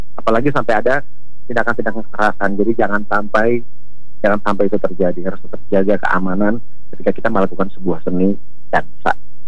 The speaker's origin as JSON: {"language": "Indonesian", "area": "Belu", "region": "East Nusa Tenggara", "country": "Indonesia", "said": "kita orang Belu"}